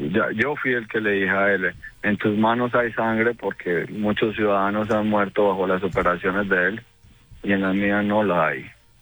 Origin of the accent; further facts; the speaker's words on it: Antioquia, Colombia; somos de sangre paisa, sangre de arrieros.